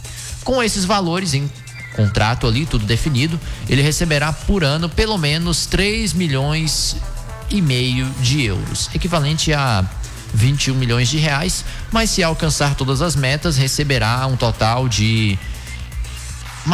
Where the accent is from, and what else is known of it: Brazil